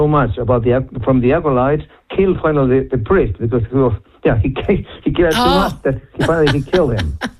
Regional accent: Chile; Yeah. I'm from Chile.

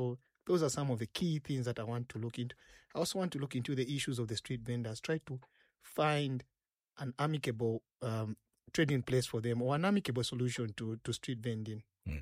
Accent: Lusaka, Lusaka Province, Zambia; also born or lived in Chilenje; I'm an ordinary youth born on 20th January 1991 at the University Teaching Hospital in Lusaka. I grew up in Matero, where I did my school, both my primary and my secondary, and later on went to Munali, where I did my high school.

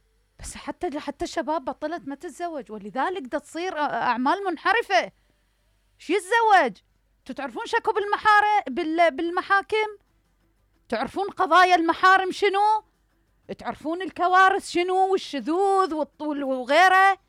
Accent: Iraq

